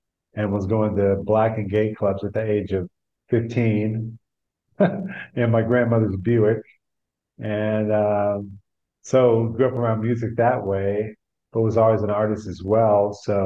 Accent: Texas, United States; Grew up in Texas, hence the name, or the moniker they gave me. And but grew up in small town Texas and was always the weird kid, the weird artist kid.

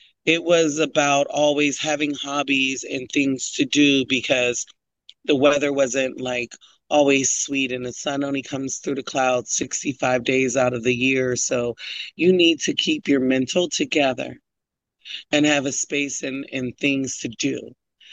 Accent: Phoenix, Arizona, United States; also born or lived in Pittsburgh; And I myself am one of those rare people where I was born in Pittsburgh, raised in Phoenix. I can take extreme heat, I can take extreme cold

